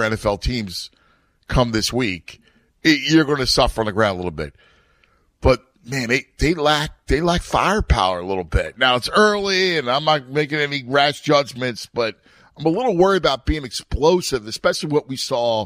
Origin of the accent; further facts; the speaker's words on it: Philadelphia, Pennsylvania, United States; We were 17 years old, growing up in South Philly, and I got Boot of Italy on my the map on my calf, and he got the Fighting Irish.